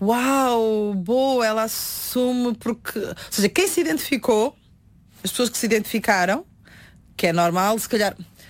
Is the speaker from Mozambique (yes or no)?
no; Norte, Portugal; accent: northern Portuguese; moved away; De quando eu estava no Norte